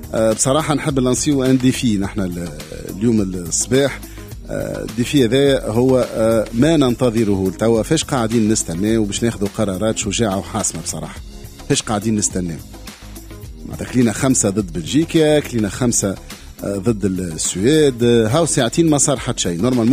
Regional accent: Tunisia; أنا تونسي راني كيفكم،

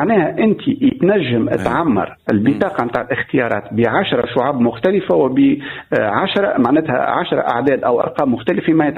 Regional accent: Tunisia; بما اني انا من تونس الكبرى وباش نختار مؤسسات جامعيه موجوده تونس الكبرى

